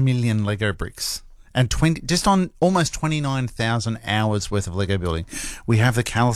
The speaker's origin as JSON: {"language": "English", "town": "Melbourne", "region": "Victoria", "country": "Australia", "said": "I'm from Melbourne"}